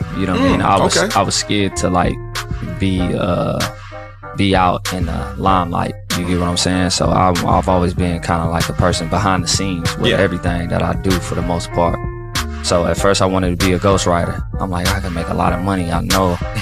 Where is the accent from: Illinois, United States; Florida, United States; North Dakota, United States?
Illinois, United States; Chicago; moved away; So, back at home in Chicago, everybody called